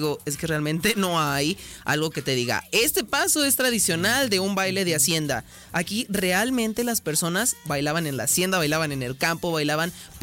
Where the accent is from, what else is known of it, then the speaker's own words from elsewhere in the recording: Aguascalientes, Mexico; más cuando somos de Aguascalientes